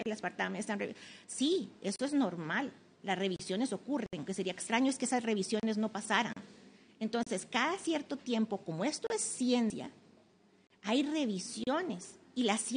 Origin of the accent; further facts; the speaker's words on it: Costa Rica; Costa Rica. ¿No? En mi país tiembla mucho, aquí tiembla mucho.